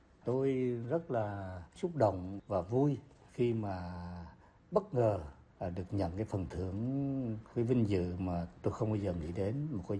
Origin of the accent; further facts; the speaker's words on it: Phú Yên, Vietnam; làng quê của chúng tôi ở Phú Yên, một trong những nơi ác liệt nhất trong hai cuộc chiến tranh chống Pháp và chống Mỹ